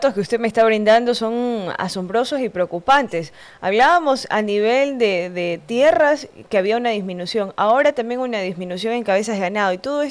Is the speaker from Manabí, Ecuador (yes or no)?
yes; Santa Ana, Manabí, Ecuador; se lo puedo decir yo que soy bien Montubio, por decirlo así. Yo soy de Santa Ana y la realidad es totalmente diferente